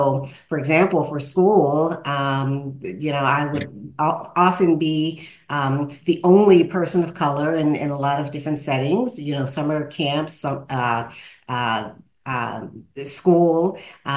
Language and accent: English; Pittsburgh, Pennsylvania, United States; But we grew up in Pittsburgh, Pennsylvania, which is home.